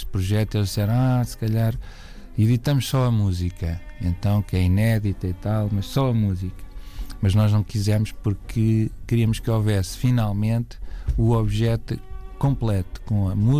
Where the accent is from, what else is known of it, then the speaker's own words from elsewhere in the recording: Portalegre, Alentejo, Portugal; na minha terra natal, Porto Alegre, do Marchão